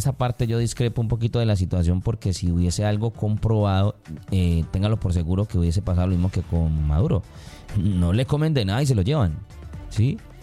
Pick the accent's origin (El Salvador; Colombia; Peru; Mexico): Colombia; Hoy sí, claro, todos tenemos que unirnos como colombianos y participar